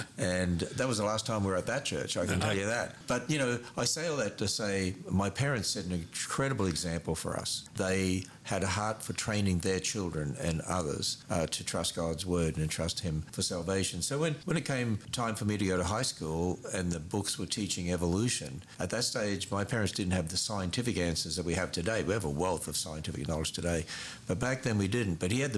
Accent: Queensland, Australia; now in United States; You know what, I grew up in Australia, so that's my homeland. And we actually moved to the States in 1987.

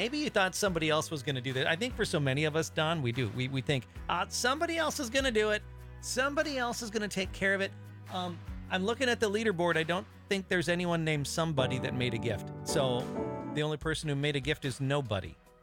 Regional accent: Foley, Minnesota, United States; Mighty metropolis of Foley, okay? It's been a minute since I graduated from high school. My dad was the principal there.

